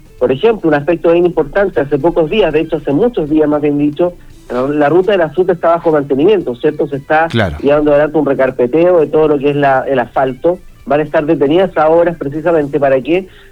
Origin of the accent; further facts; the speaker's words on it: Machalí, O'Higgins, Chile; Yo soy de Machalí, esperamos también ir a las fondas del Cerro San Juan, ahí en familia